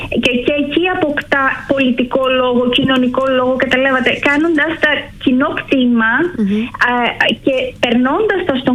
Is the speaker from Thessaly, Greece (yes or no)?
no; Xanthi, Eastern Macedonia and Thrace, Greece; also born or lived in Komotini / Alexandroupoli; Στην Κομωτινή γεννήθηκα. Μετά μεγάλωσα στην Ξάνθη. Έζησα και για 3 χρόνια περίπου στην Αλεξανδροπολή.